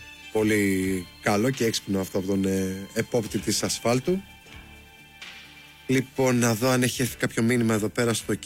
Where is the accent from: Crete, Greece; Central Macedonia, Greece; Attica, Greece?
Attica, Greece; Nea Ionia; στο γήπεδο της Νέας Ιωνίας, στη γειτονιά μας δηλαδή